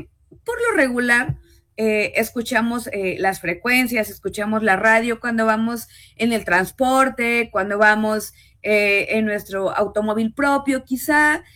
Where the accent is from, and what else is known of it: Mexico; now in Xalapa, Mexico